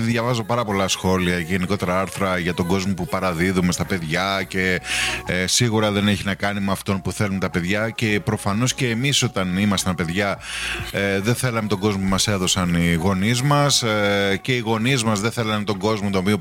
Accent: Greece; εμείς ως Έλληνες

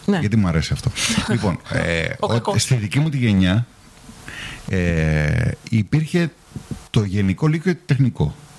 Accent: Greece; εμείς ως Έλληνες

